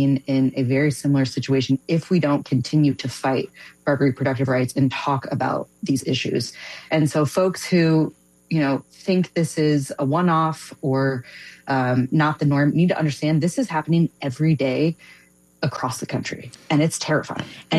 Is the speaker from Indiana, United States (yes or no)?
yes; Fort Wayne, Indiana, United States; now in Austin, United States; I do live in Texas, but I do just want to shout out. I grew up in Indiana, so fellow Midwestern up in here.